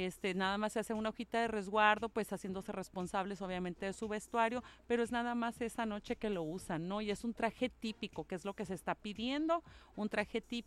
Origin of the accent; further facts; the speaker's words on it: Mexico; now in Ensenada, Mexico; como mexicanos que somos